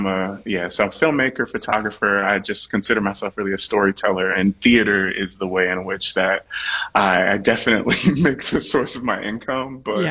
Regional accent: Norfolk, Virginia, United States; moved away as an adult; also born or lived in Cleveland / New York; Yes, I'm from Norfolk, Virginia.

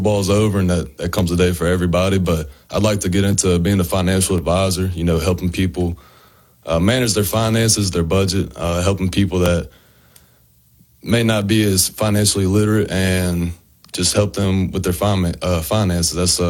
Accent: Baton Rouge, Louisiana, United States; moved away as an adult; now in Ruston, United States; growing up in South Louisiana

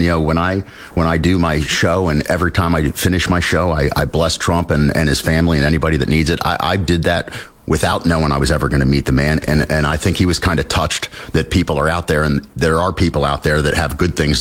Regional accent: Wilmington, Delaware, United States; So just so you know, I'm from Wilmington, Delaware.

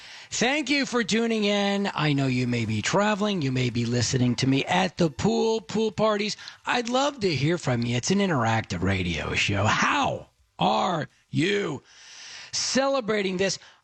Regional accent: Dallas, Texas, United States; I grew up in Dallas

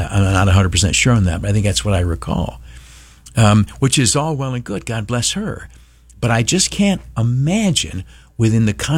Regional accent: United States; I'm an American. I'm a Christian.

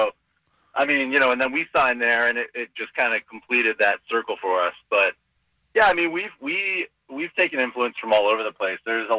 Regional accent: Richmond, Virginia, United States; also born or lived in Seattle; myself and John, the lead singer, we're both from Richmond, Virginia.

